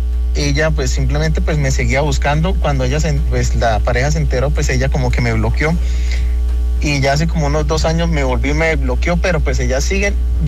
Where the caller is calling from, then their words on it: Piedecuesta, Santander, Colombia; Estoy llamando desde por acá de Piedecuesta.